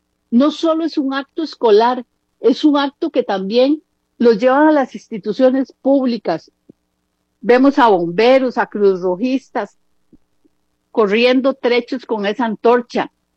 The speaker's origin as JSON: {"language": "Spanish", "country": "Costa Rica", "said": "reconozcámonos que somos costarricenses"}